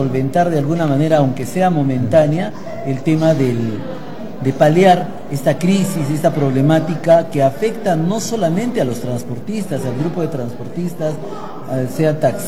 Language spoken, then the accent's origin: Spanish; Arequipa, Peru